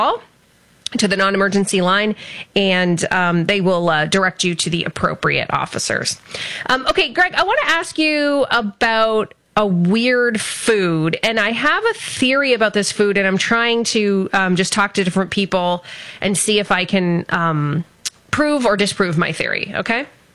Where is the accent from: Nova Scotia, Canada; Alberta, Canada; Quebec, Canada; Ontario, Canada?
Ontario, Canada; Well, I'm wondering because I grew up in Essex County, so, you know, Lake St. Clair would be our Great Lake.